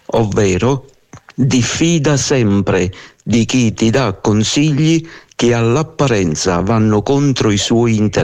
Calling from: Castellammare di Stabia, Campania, Italy; da Castellammare di Stabia.

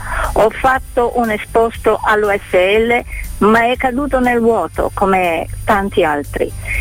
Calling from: Mondovì, Piedmont, Italy; di Mondovì.

